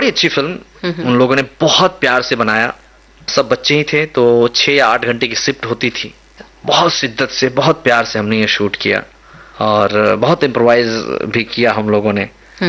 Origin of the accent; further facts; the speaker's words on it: Bihar, India; first language Bajjika; Hindi is a second language; और बज्जिका मेरी मातृभाषा है, मेरी दादी मेरे दादा मेरे घर में आज भी जब अगर आपके सामने मेरा फोन आ जाए तो मैं अपनी माता जी से पिताजी से बज्जिका में ही बात करूंगा।